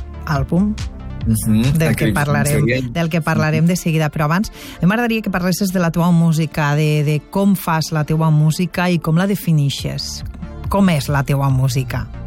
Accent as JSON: {"language": "Catalan", "region": "Catalonia", "country": "Spain", "said": "Per la zona delta, que és més d'on soc jo"}